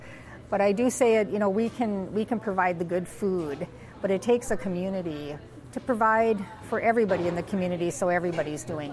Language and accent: English; Fargo, North Dakota, United States; and I'm from Fargo